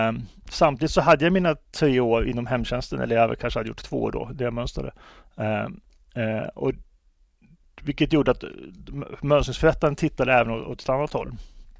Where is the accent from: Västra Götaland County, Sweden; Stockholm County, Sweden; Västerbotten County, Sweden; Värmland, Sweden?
Värmland, Sweden; Arvika; moved away as an adult; also born or lived in Karlstad / United States; Jag hade ju då gått med i Folkpartiet några år tidigare uppe i Arvika efter jag kom hem från USA, men så då flyttade ner till Karlstad